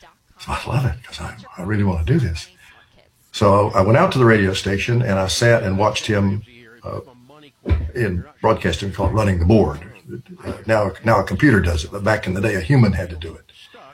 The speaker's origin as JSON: {"language": "English", "town": "High Point", "region": "North Carolina", "country": "United States", "tie": "born or raised there", "said": "So there were three radio stations in my hometown, High Point, North Carolina."}